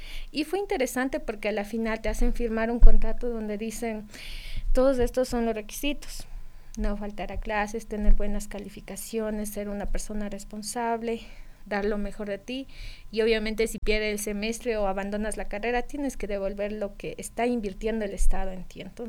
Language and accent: Spanish; Cotacachi, Imbabura, Ecuador; moved away as an adult; now in Cayambe, Ecuador; De Cotacachi, de oriunda de Cotacachi.